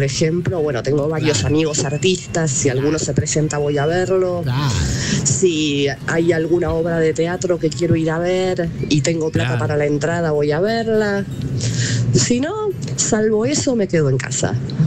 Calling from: Buenos Aires, Argentina; de Buenos Aires, Argentina.

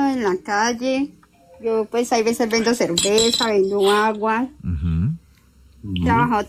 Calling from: Cali, Valle del Cauca, Colombia

